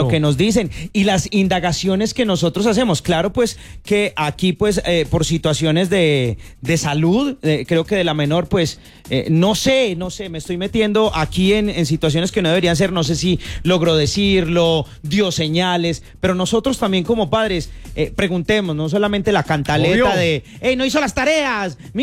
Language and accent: Spanish; Andes, Antioquia, Colombia; en el municipio de Andes, en mi tierra